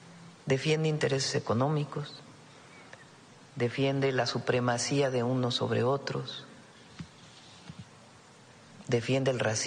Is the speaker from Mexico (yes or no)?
yes; Mexico; Somos humanistas y somos mexicanos.